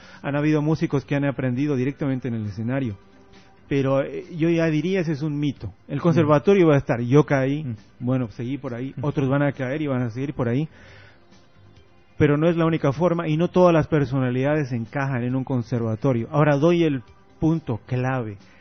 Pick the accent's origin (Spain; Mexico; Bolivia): Bolivia; moved away as an adult; also born or lived in Argentina; No, soy de Bolivia, le digo.